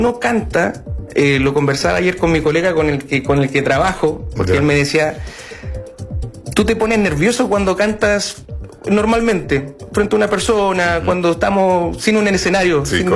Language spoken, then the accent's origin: Spanish; Chile